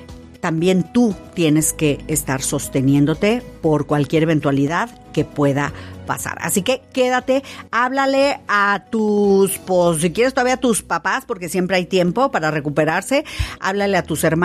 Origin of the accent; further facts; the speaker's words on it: Mexico; Como buenos latinos, como buenos mexicanos.